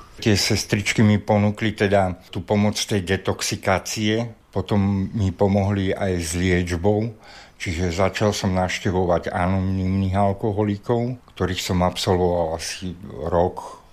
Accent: Bratislava, Bratislava Region, Slovakia; No ja som sa narodil tu v Bratislave, v Dubravke a v 2 rokoch sme sa presťahovali do Petržalky, kde som žil až do 48. roka života

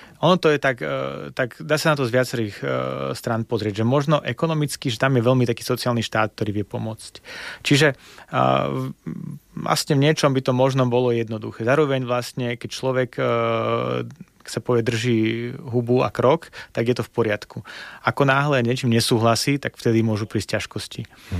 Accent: Belarus; Slovak is a second language; now in Slovakia; že ja sa hlásim k tomu, že som Bielorus. Vždy, keď tam prídem, tak je tam trošku nostalgia, ale zároveň sa necítim ako súčasť tej rodiny toho národa, že skôr som doma na Slovensku.

